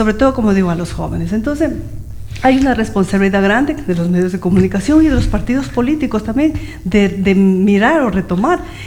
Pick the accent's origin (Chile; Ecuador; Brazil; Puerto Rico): Ecuador; Loja